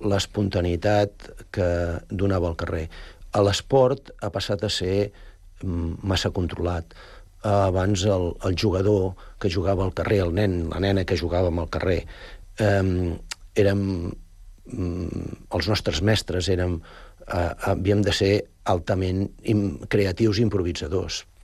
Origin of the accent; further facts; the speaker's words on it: Sant Vicenç de Castellet, Catalonia, Spain; moved away as an adult; now in Sant Cugat del Vallès, Spain; La meva infància, la meva adolescència, els millors anys de la meva vida hem passat a Sant Vicenç.